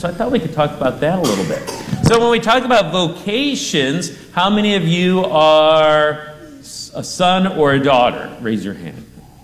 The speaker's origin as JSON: {"language": "English", "country": "United States", "said": "How many of you are Americans? Yeah, me too. So we live here in the United States of America."}